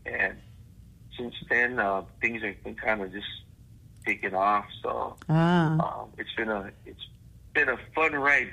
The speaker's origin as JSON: {"language": "English", "area": "Maui", "region": "Hawaii", "country": "United States", "tie": "born or raised there", "said": "born and raised in Maui, Hawaii, and I currently live in Lahaina. Both my parents are from the east side in Hana, Maui"}